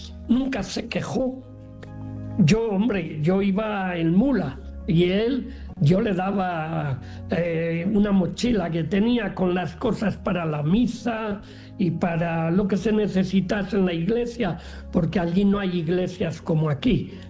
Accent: Valladolid, Castile and León, Spain; Soy de Valladolid, es en la parte centro-norte de España, en lo que antiguamente, bueno, ahora se llama, es el Reino de Castilla y León.

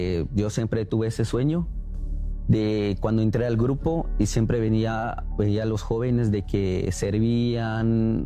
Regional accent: Guatemala; moved away as an adult; now in United States

